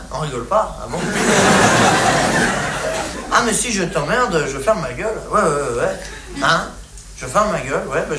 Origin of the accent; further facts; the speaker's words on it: France; Les français, c'est des cons, ouais, bah, je suis bien blasé, hein, je suis français.